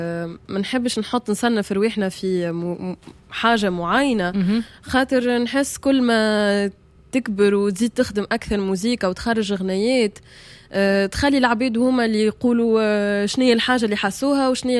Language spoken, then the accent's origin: Arabic; Tunisia; مثلا انا كتونسيه حتى كنغني بلهجات ولا فصحى